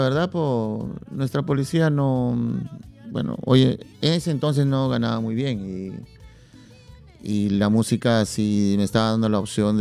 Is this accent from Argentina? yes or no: no; Arequipa, Peru; Vengo de papá que toca guitarra, mamá que canta, cusqueño mi viejito, apurimeña mi mamá, crecí en Arequipa